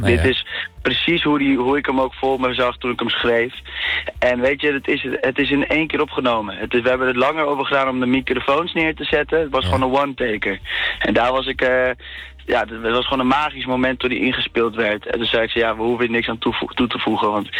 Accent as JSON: {"language": "Dutch", "country": "South Africa", "tie": "born or raised there", "lives_now": "Netherlands", "said": "Ja, ik ben opgegroeid in Zuid-Afrika en daar was ik altijd dat jongetje uit Nederland."}